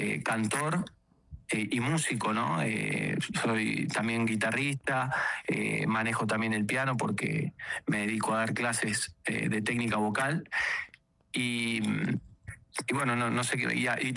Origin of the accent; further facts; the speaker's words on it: San Nicolás de los Arroyos, Buenos Aires Province, Argentina; Yo soy de la ciudad de San Nicolás de los Arroyos, que es provincia de Buenos Aires. Uh-huh. Estoy a 200 kilómetros de lo que sería la capital.